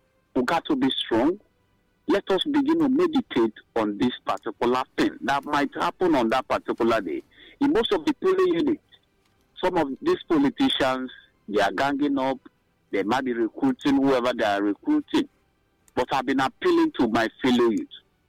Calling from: Nigeria; I'm calling from Okwabinimbo. Okwabinimbo is in Ozo and a local government.

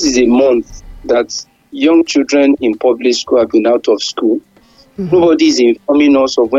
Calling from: Ibadan, Oyo, Nigeria; Good morning … from Oluyoje.

